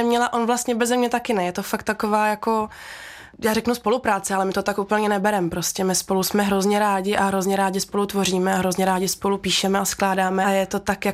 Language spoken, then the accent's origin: Czech; Prague, Czechia; born there; Narodila jsem se v Praze, jsem se narodila. V minulém století ještě, v roce 98.